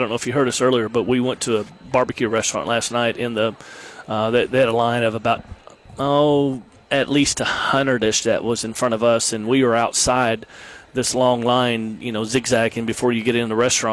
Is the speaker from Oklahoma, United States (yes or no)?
yes; Norman, Oklahoma, United States; who's from my hometown in Norman, Oklahoma, Norman High School.